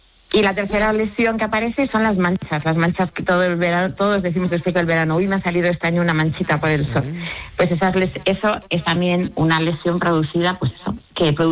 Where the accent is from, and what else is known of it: Spain